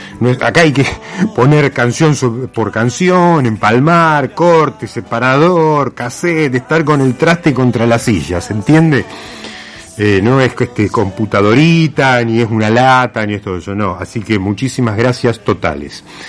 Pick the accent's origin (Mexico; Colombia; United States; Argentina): Argentina; Porque, ante todo, ¿qué somos? Somos argentinos.